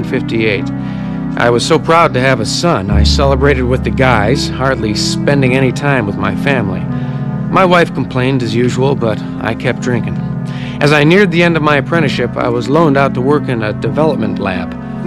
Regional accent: Endicott, New York, United States; I grew up in Endicott, New York, 15 miles from Pennsylvania.

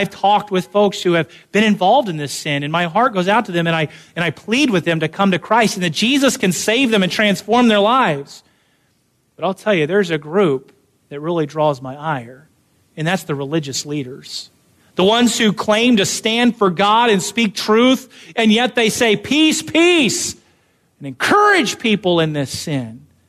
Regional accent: United States; born there

